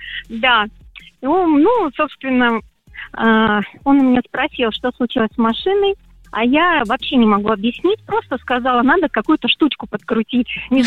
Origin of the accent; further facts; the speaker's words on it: Oryol, Oryol Oblast, Russia; Я из Орла.